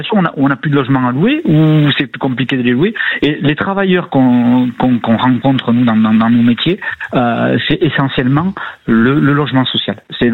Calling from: Bayonne, Nouvelle-Aquitaine, France; moi je suis à Bayonne.

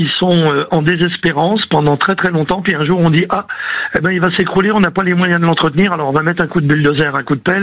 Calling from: Paris, Île-de-France, France; Je suis parisien, donc je me promène beaucoup dans Paris.

